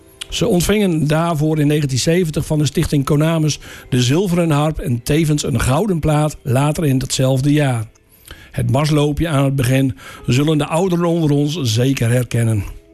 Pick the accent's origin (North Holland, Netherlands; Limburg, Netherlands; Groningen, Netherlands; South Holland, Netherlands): Groningen, Netherlands; Uithuizen; In die tijd fietsten we nog vanuit mijn geboortedorp Uithuizen naar omliggende dorpen op het Hogeland als er iets te beleven viel.